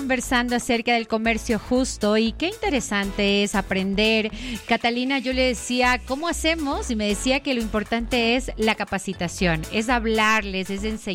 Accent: Macas, Morona Santiago, Ecuador; Yo soy de la Amazonía, yo soy de Macas

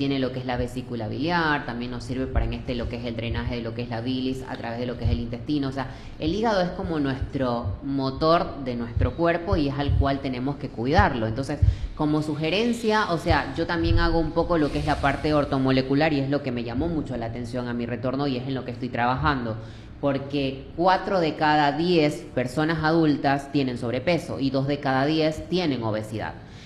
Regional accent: Ecuador; Nosotros como ecuatorianos

